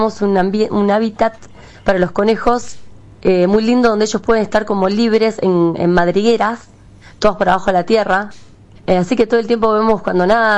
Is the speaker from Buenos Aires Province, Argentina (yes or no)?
yes; Merlo, Buenos Aires Province, Argentina; Yo de Merlo.